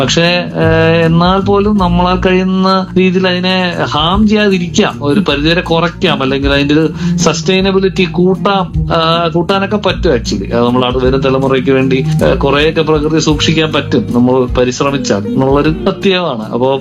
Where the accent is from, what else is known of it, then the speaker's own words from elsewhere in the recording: Thiruvananthapuram, Kerala, India; also born or lived in Kuttanad; ഞാൻ ഞങ്ങളിപ്പോ ജീവിക്കുന്ന തിരുവനന്തപുരത്താണെങ്കിലും ഞാൻ പഠിച്ചു വളർന്നൊക്കെ വേണ്ടതാണ്